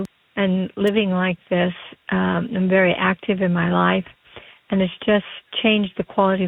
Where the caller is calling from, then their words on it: Oregon, United States; I'm calling from Oregon.